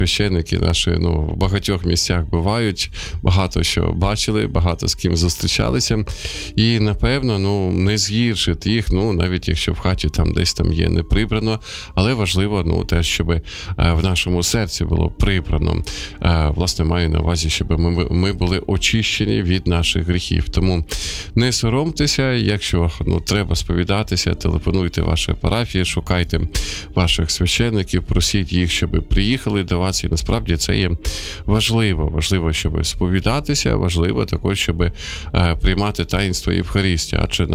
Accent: Sumy Oblast, Ukraine; моя рідна Сумська область

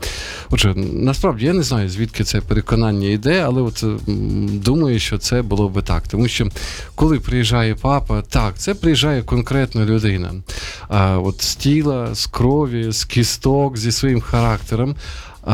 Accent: Sumy, Sumy Oblast, Ukraine; moved away; Мої рідні Суми

